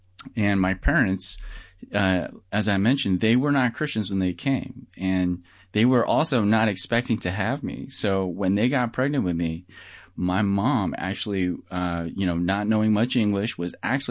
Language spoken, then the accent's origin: English; Denver, Colorado, United States; Well, you know, born and raised in Denver, Colorado.